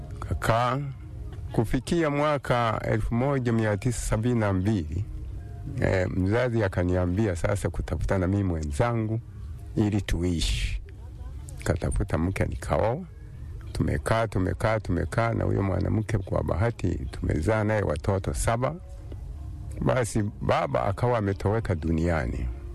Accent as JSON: {"language": "Swahili", "town": "Bunda", "region": "Mara", "country": "Tanzania", "tie": "born there", "also_born_or_lived": "Rukungu, Magu District, Mwanza / Lunala, Nasa", "said": "1952 tukawa tumehama kutoka Lunala, tukarudi sehemu za Shashi, Bunda. Tumeishi Bunda mpaka mwaka 1956 mimi nikawa nimeanza shule hapa hapa Bunda."}